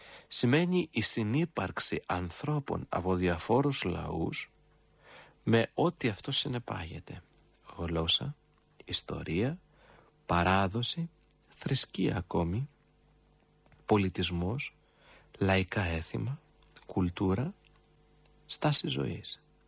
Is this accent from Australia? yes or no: no; Greece